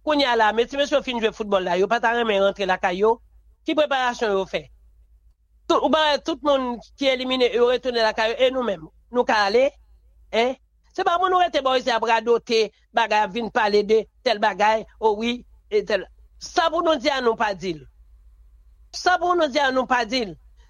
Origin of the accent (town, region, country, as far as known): Haiti